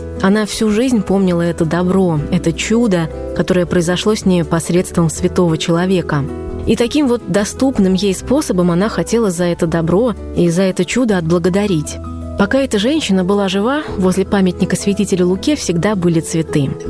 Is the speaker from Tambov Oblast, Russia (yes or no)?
yes; Tambov, Tambov Oblast, Russia; Я родилась и выросла в Тамбове. Это небольшой город в центральном Черноземье. Жили мы неподалеку от городской больницы